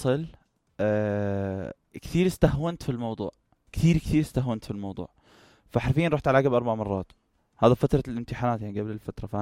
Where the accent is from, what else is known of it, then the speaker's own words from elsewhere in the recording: Jordan; عندنا بالأردن